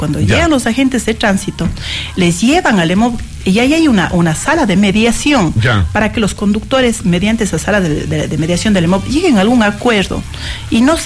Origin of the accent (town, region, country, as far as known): Cuenca, Azuay, Ecuador